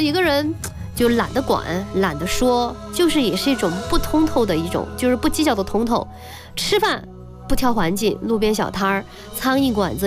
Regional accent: Sichuan, China

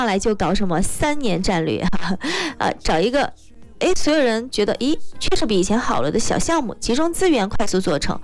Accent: China; 我们中国人说话特别喜欢用三来表示多次

